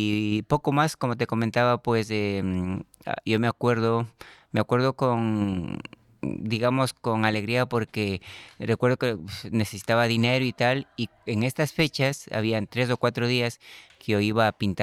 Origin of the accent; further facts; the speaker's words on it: Ecuador; vengo de Ecuador.